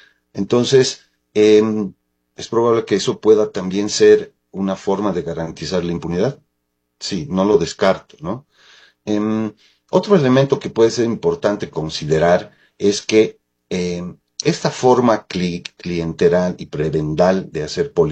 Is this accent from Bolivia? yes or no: yes; Bolivia; de la reelección indefinida, que es uno de los grandes temas que todavía no termina de ser resuelto en mi país, ¿no? Un respeto o irrespeto al referéndum que propuso Evo Morales